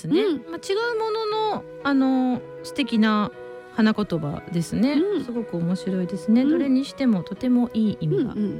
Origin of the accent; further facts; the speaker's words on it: Setagaya, Tokyo, Japan; 世田谷生まれ世田谷育ち、中学校3年生の女の子のママです。